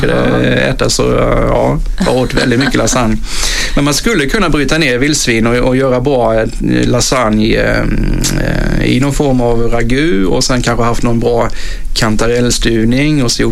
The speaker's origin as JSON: {"language": "Swedish", "country": "Sweden", "tie": "born or raised there", "said": "Det var ju väldigt mycket det är ju mycket natur uppe i Hjortsberget. Jag var ju väldigt mycket på Hjortsberget när jag växte upp."}